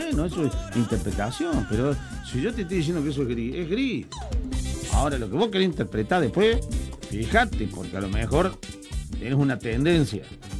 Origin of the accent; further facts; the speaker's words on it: Bell Ville, Córdoba, Argentina; chau, Tony. Me encantó la historia, me hiciste llorar. Somos así, los de Belville somos sensibles. La gente de Belville somos muy sensibles.